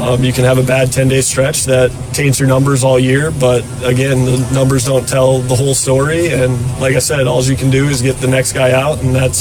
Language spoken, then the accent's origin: English; Midwest, United States; I grew up in the Midwest heat